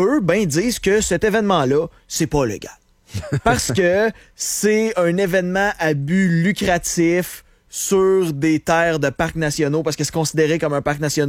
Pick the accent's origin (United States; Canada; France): Canada; mais vu qu'on est des Canadiens, ben, nous autres, on se fait mettre dans...